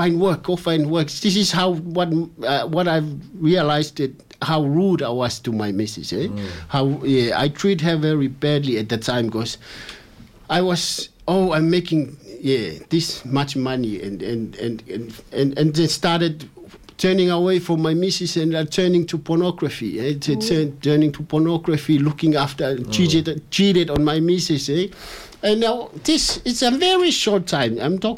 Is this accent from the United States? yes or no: no; Tonga; before I came from Tonga, I can see beautiful girls